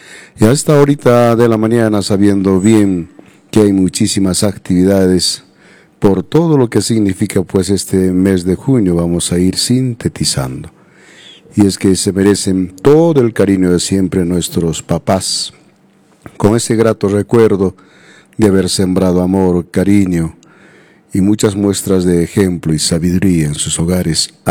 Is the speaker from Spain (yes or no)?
no; Calca, Cusco, Peru; Calca, mi tierra querida